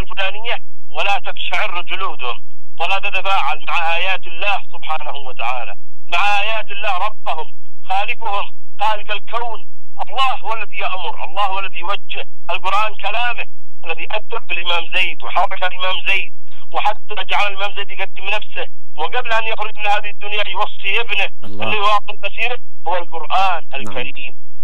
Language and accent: Arabic; Yemen; نحن كشعب يمني